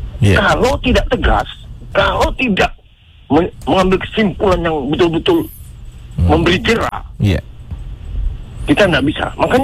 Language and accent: Indonesian; Samarinda, East Kalimantan, Indonesia; Saya di Kalimantan Timur, Pak, minta maaf ya, saya Samarinda, saya anak Samarinda.